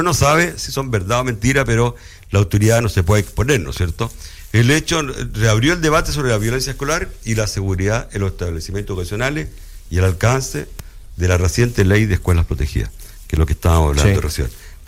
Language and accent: Spanish; Chile